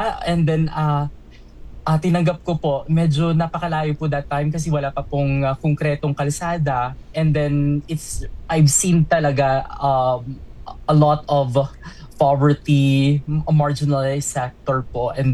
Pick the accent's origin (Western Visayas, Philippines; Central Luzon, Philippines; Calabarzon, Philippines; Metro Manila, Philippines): Western Visayas, Philippines; Bacolod; born or raised there